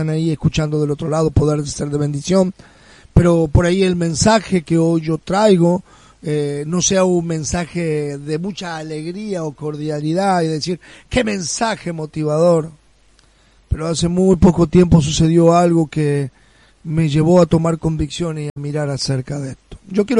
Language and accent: Spanish; La Ferrere, Buenos Aires Province, Argentina; Es una tremenda alegría y privilegio poder estar aquí desde Morón. Soy de La Ferrere, oriundo de La Ferrere